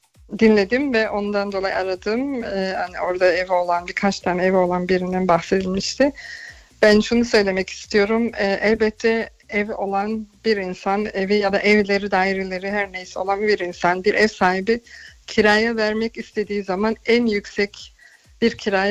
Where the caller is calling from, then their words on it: Magdeburg, Saxony-Anhalt, Germany; Magdeburg'dan arıyorum.